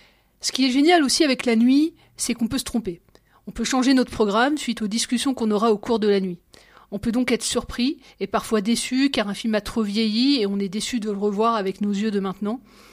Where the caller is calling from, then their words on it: Tours, Centre-Val de Loire, France; maintenant que j'habite à Tours